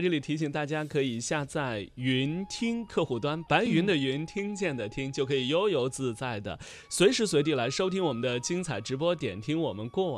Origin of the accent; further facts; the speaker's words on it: China; 羊肉在我们中国人的餐桌上地位是不低的